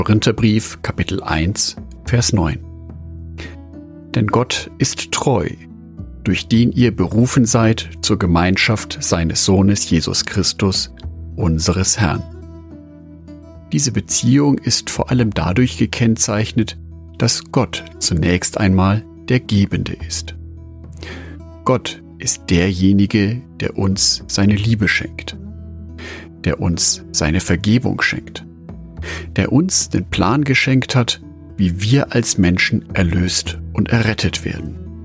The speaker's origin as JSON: {"language": "German", "town": "Nuremberg", "region": "Bavaria", "country": "Germany", "said": "und für mich als Nürnberger noch eine Einschränkung des Bewegungsradius auf 15 Kilometer"}